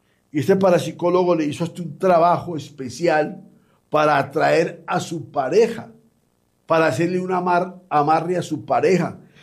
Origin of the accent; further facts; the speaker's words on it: Mexico; Voy a traer algo muy especial desde mi tierra, México, desde las pirámides.